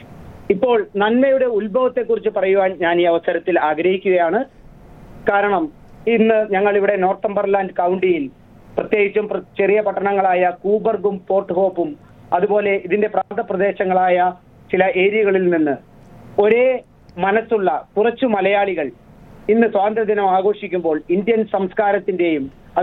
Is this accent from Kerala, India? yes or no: yes; Kerala, India; ഞാൻ എറണാകുളം ജില്ലയിൽ നിന്നാണ് ഇവിടേക്ക് വന്നത്.